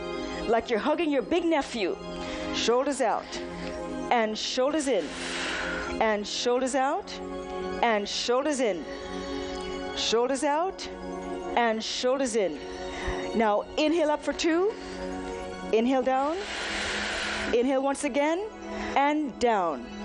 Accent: Boston, Massachusetts, United States; I am a physician from Boston.

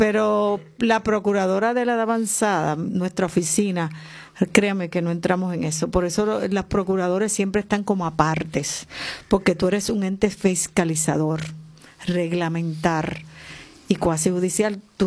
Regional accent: Aguada, Puerto Rico; En el oeste también he venido al de mi pueblo, Aguada

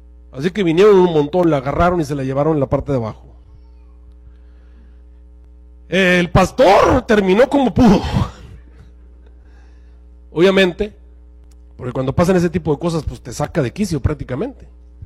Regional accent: Mexico

